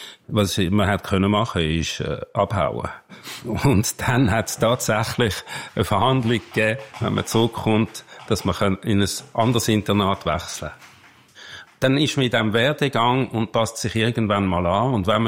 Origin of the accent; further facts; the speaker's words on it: Herliberg, Zurich, Switzerland; also born or lived in Basel; Und aufgewachsen in Herliberg, tatsächlich an der Goldküste, ab ganz oben. In Wetzwil in die Schule. Das ist sehr ländlich gewesen.